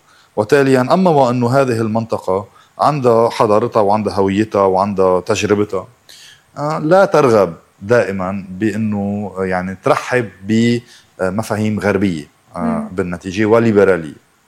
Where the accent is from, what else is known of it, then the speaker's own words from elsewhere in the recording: Lebanon; نحن كلنا لبنانيين ما في فرق. نحن كلنا لبنانيين وفي فرق.